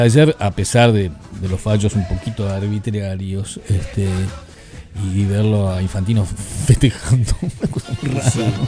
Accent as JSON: {"language": "Spanish", "country": "Argentina", "moved": "yes", "lives_now": "Uruguay"}